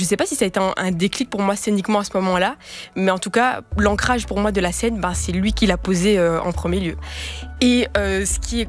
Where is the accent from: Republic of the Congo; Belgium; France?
Belgium; Brussels, Brussels-Capital Region; born there; je suis belge, je suis née à Bruxelles, de père congolais, de mère belge.